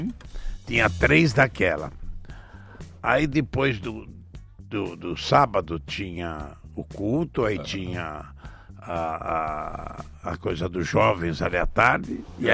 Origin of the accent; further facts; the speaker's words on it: São Paulo, Brazil; born there; É comemoração ao Santo Padroeiro da Moca, onde eu nasci. Mas é na Moca, em São Paulo